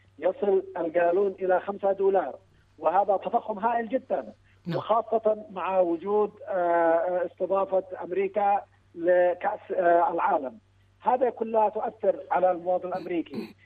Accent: Yemen; نحن كمحللين يمنيين

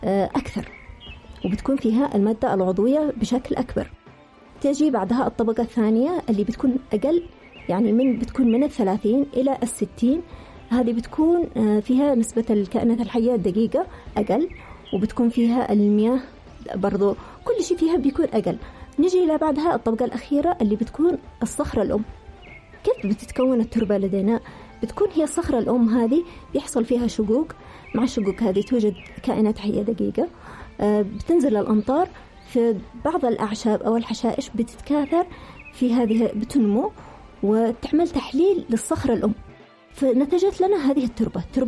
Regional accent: Yemen; عندنا في بلادنا اليمن

